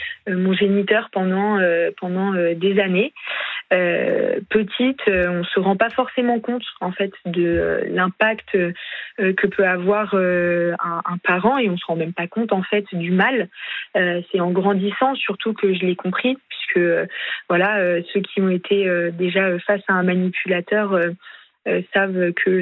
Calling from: Paris, Île-de-France, France; J'habite à Paris.

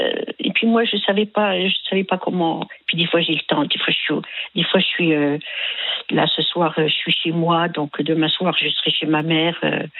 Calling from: Chaumont, Grand Est, France; dans ma ville, à Chaumont. Voilà, je suis à Chaumont, dans la Haute-Marne, 52.

